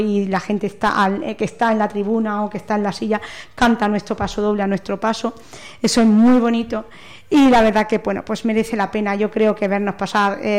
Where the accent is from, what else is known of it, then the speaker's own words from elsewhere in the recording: Villena, Valencian Community, Spain; como dice nuestro paso doble, somos de Villena a lo mejor, ¿no?